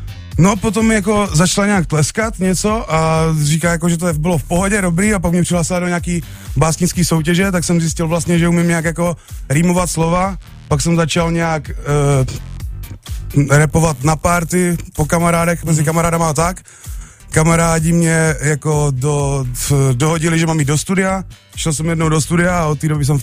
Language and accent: Czech; Ivančice, South Moravian Region, Czechia; born there; narodil jsem se v Ivančicích.